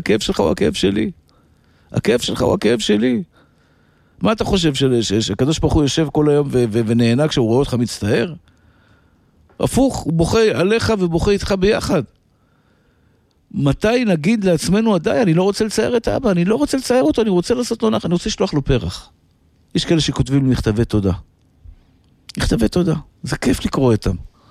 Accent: Tel Aviv, Tel Aviv District, Israel; כשהייתי ילד גרתי בשכונת התקווה.

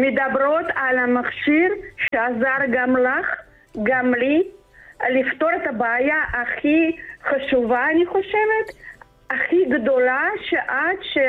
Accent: Moscow, Russia; moved away as an adult; now in Israel; כשאני עליתי לארץ לפני 35 שנה, הייתי בחורה צעירה וכולי וכולי, אבל רגליים, ידיים וכל האזורים היו בלי שיער מרוסיה, כמעט מסיביר, ממוסקבה.

